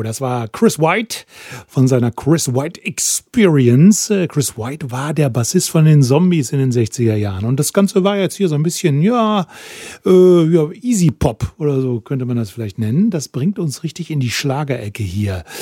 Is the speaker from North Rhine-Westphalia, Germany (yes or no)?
yes; North Rhine-Westphalia, Germany; aber der Mann kam aus dem Münsterland, aus meiner Heimat.